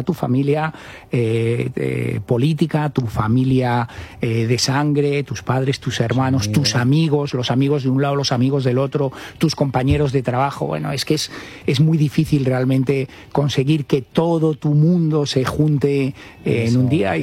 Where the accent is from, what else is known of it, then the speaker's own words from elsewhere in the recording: Cigales, Castile and León, Spain; nos casamos en Cigales, que era mi pueblo.